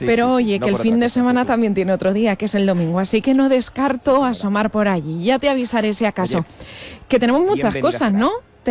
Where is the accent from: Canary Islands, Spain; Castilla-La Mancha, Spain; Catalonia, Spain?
Castilla-La Mancha, Spain; para los que somos de Castilla-La Mancha y ya sabemos la Feria de Albacete